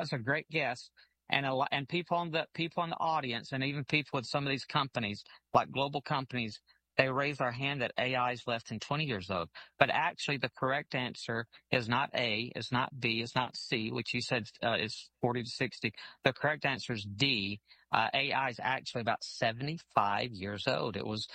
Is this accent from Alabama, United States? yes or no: yes; Alabama, United States; I am from Alabama